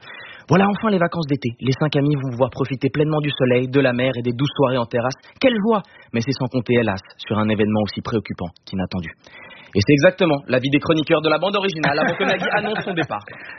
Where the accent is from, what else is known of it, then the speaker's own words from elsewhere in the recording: Switzerland; Non, en plus, moi, j'ai grandi en Suisse, donc la majorité du pays, elle est germanophone